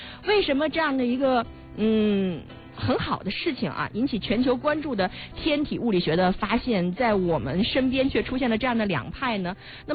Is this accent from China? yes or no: yes; Beijing, China